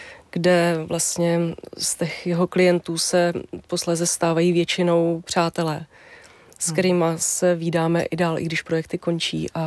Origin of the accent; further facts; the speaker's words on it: Úpice, Hradec Králové Region, Czechia; moved away as an adult; also born or lived in Velké Svatoňovice; now in Údrnice, Czechia; k té Úpici zpátky, ono sice je to město, ale já jsem vyrůstala na jednom kopci u Úpice, kde jsme byli tři domy s dětma. Jinak tam vlastně nikdo nebydlel. Bydleli jsme tam uprostřed luk a lesů a bylo to skvělý.